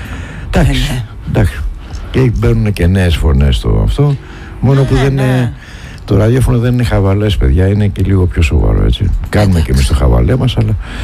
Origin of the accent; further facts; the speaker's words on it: Greece; Εν τω μεταξύ και ως Έλληνες έχουμε και το βίτσιο